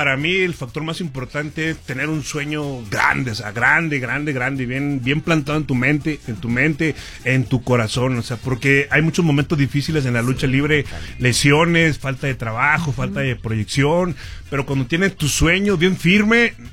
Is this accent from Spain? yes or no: no; Durango, Mexico; moved away as an adult; now in Mexico City, Mexico; De la comarca lagunera, ajá, del norte.